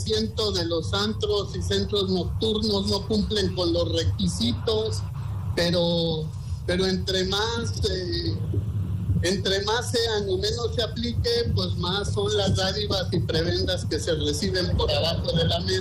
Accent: San Luis Potosí, Mexico; no la vemos los potosinos

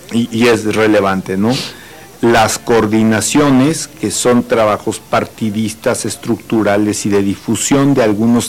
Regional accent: Querétaro, Mexico; born there; yo soy queretano, yo aquí nací, soy de varias generaciones, yo no sé hasta dónde llegan de queretanos

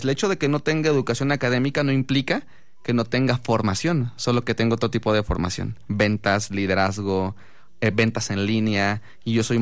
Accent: Ciudad Nezahualcóyotl, State of Mexico, Mexico; yo crecí en Ciudad Nezahualcóyotl hace 36 años, que fue mi nacimiento, justamente.

